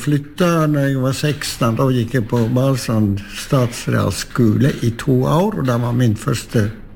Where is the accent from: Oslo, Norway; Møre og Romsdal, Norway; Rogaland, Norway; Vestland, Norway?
Vestland, Norway; Hafslo; Jeg vokste opp i Øvre Mo på Havslo.